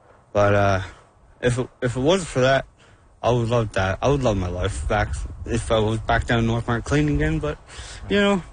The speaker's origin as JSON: {"language": "English", "town": "Happy Valley-Goose Bay", "region": "Newfoundland and Labrador", "country": "Canada", "said": "I'm from Happy Valley Goose Bay. And I'm 24 years old, and I love it here in Goose Bay."}